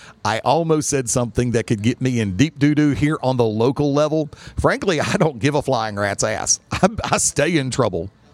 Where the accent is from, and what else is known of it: Birmingham, Alabama, United States; now in Pelham, United States